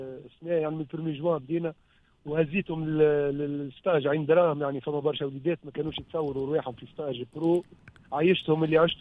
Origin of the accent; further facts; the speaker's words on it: La Marsa, Tunis Governorate, Tunisia; born there; تعدينا مدرسه المرسى